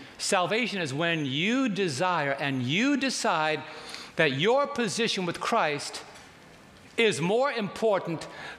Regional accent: New York City, New York, United States; I was raised in New York City

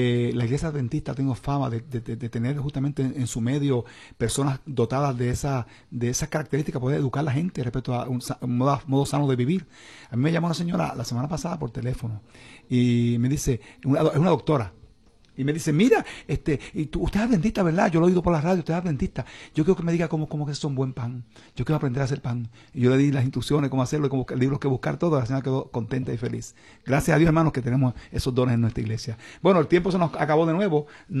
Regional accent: Quebradillas, Puerto Rico; allá en mi pueblo, en Quebradillas.

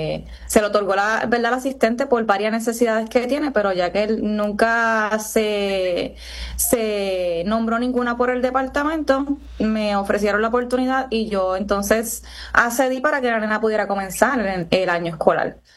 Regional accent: Barranquitas, Puerto Rico; Nosotros somos de Barranquitas

